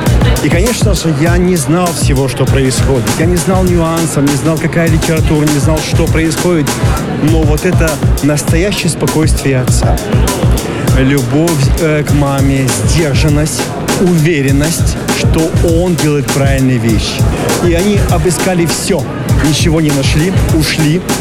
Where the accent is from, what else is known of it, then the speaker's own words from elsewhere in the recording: Moscow, Russia; Я из Москвы.